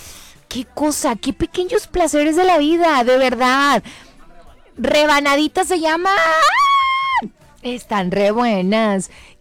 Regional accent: Mexico City, Mexico; Ay, soy buena chilanga, ¿verdad?

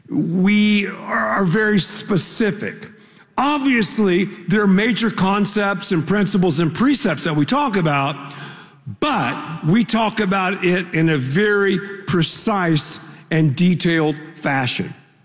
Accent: Texas, United States

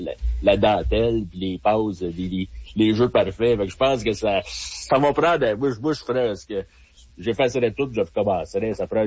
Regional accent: Canada; moi, en tant que Canadien, je m'en fous un peu.

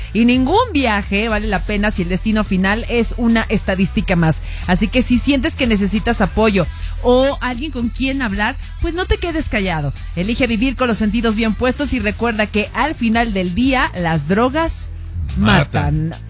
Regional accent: Mexico; uno como mexicano le busca hasta donde no es

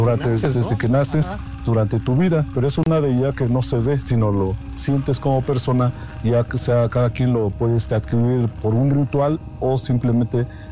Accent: Oaxaca, Mexico; first language Mazatec; Spanish is a second language

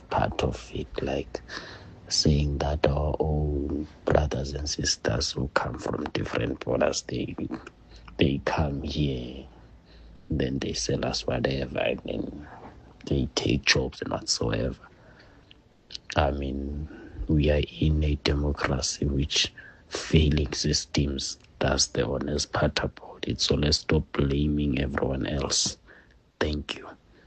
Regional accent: South Africa; I'm a South African

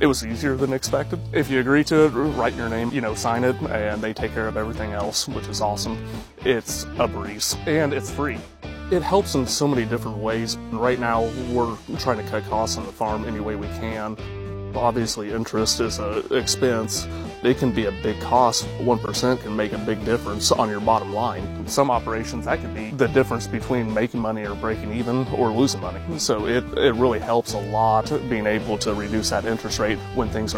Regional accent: United States; I'm from Meagher County. I raise corn, soybeans, wheat, milo.

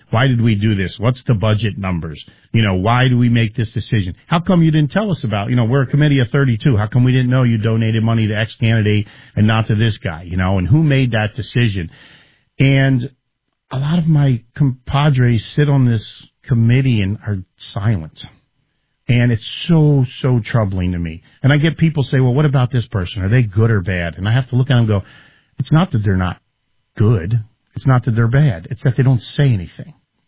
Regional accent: East Coast, United States; No, I'm from the East Coast.

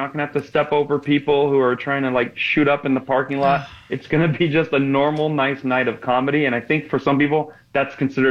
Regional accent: Reno, Nevada, United States; Now, I don't look traditionally like any minority, but my father's from Iran. So I would say, are you kidding me? I'm the most famous half Persian, half Scottish comedian from Reno, Nevada in the world.

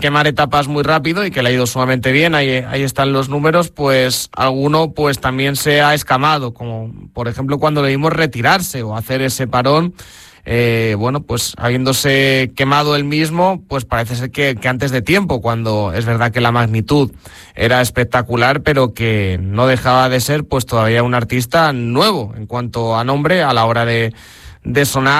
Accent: Castilla-La Mancha, Spain; él es muy canario, yo soy muy manchego, todos somos muy españoles

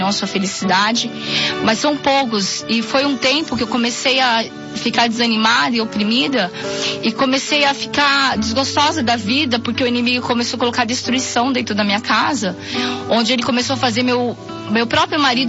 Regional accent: Bom Jesus dos Perdões, São Paulo, Brazil; sou da cidade de Bom Jesus Perdões, no interior de São Paulo.

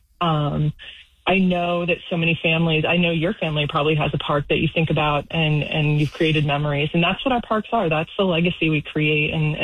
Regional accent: Pennsylvania, United States; we were talking about Valley Forge National Park because I grew up in Pennsylvania, and everyone has that connection to their local park, right?

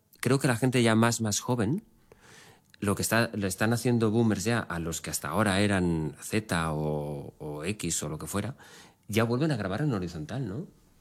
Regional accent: Valencian Community, Spain; Bueno, siendo yo valenciano es una expresión complicada.

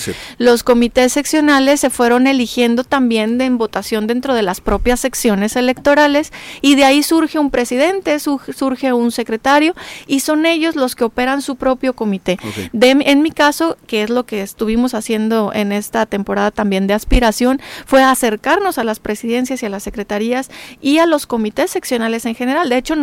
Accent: Mexico; tengo una gran pasión de defender lo que nos mueve para bien como mexicanos.

